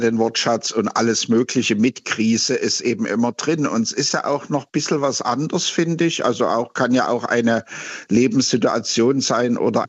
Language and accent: German; Saxony, Germany; born there; moved away; Sie hören es vielleicht, ich komme ursprünglich aus Sachsen